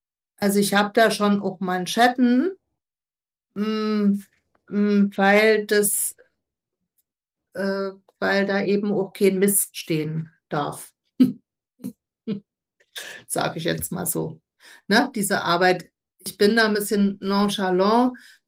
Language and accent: German; Dresden, Saxony, Germany